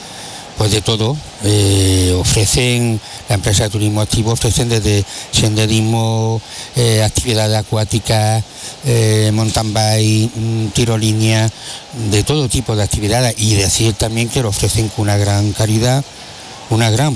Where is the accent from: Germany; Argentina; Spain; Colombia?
Spain; Andalusia; por defender y vender mi tierra